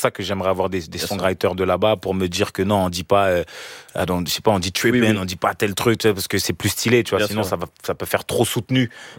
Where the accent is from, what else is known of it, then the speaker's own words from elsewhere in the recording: Cameroon; Et je suis camerounais, frérot. Je suis camerounais, petit.